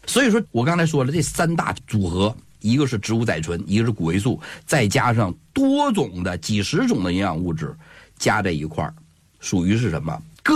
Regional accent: Northeast China, China; accent: Northeastern; 用咱们东北话讲，就是他的优点

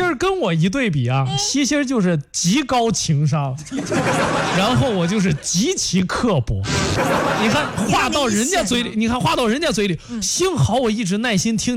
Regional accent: Qinyang, Henan, China; 因为我是焦作下面的这个沁阳市的。我小时候是爬那个神农山给爬吐了。

